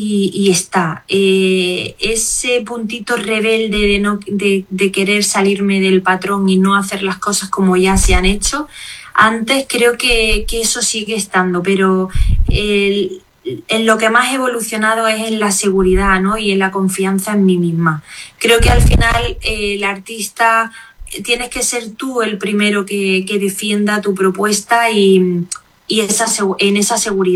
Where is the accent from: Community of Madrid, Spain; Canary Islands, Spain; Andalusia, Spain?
Andalusia, Spain; Jaén; moved away; a mí fuera de Andalucía, cuando me preguntan ¿de dónde eres … ? Yo no digo que soy andaluza, yo digo que soy de Jaén. Es que es algo que no puedo explicar. Yo cruzo Despeñaperros y se me mueve algo